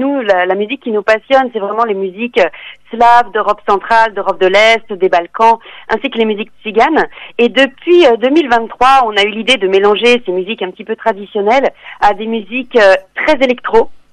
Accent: France; On est français

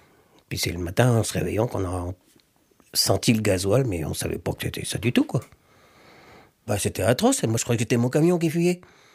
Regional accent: Trézien, Brittany, France; marin pêcheur à l'Empole Plouarzel, enfin à Plouarzel, je suis de Trésien.

